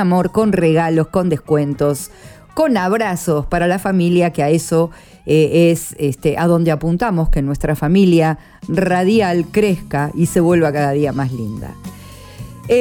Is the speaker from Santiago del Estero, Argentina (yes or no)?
no; Buenos Aires, Argentina; siendo porteña, nosotros decimos la S, la C y la Z como S.